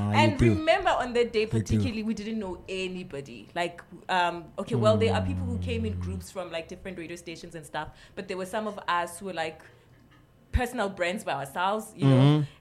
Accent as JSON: {"language": "English", "area": "East Rand", "region": "Gauteng", "country": "South Africa", "said": "And I'm also from the East. I guess the East Rand"}